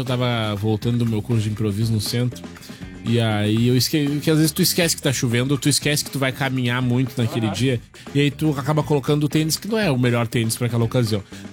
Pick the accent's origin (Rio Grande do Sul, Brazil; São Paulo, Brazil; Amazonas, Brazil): Rio Grande do Sul, Brazil; Alvorada; eu sou de Alvorada.